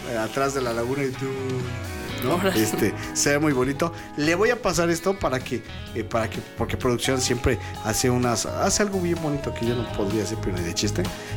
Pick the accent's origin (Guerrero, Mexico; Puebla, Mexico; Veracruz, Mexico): Puebla, Mexico